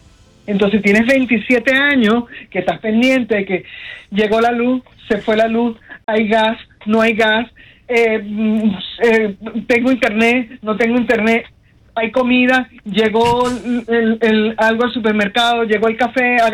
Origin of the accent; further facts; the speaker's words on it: Maracay, Aragua, Venezuela; moved away; Yo soy de Maracay, mi familia vive en Maracay